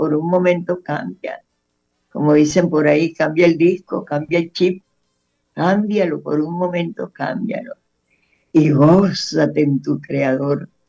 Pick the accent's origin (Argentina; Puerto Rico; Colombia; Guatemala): Colombia